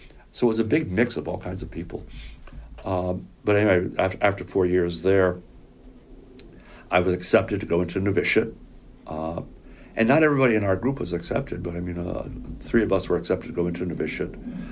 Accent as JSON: {"language": "English", "town": "Plainfield", "region": "Connecticut", "country": "United States", "tie": "born or raised there", "said": "I grew up in northern Connecticut, the northeast corner of Connecticut. I went to grade school in Plainfield, Connecticut, a Catholic school there."}